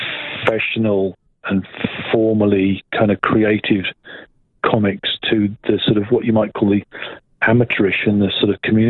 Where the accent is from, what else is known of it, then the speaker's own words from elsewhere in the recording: England, United Kingdom; because I'm English, right?